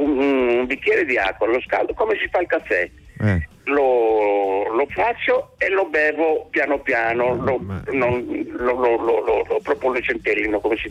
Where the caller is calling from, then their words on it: Mogorella, Sardinia, Italy; Il mio paese è uno dei più bei paesini di questa zona. Abbiamo una posizione ideale, il sole tutto il giorno, degli alberi, dei tramonti inimmaginabili.